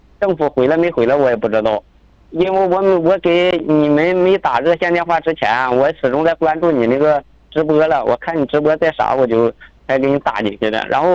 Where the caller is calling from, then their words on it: Sijiazi, Inner Mongolia, China; 我是奥汉区四家子镇的。